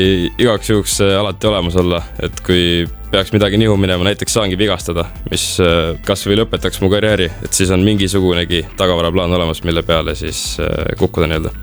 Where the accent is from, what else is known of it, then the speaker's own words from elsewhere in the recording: Tallinn, Harju County, Estonia; Aga Tallinnast, kust ma siis nii-öelda aga pärit olen, seal oleks hädasti vaja järvele kõrvale veel ühte korralikku rada.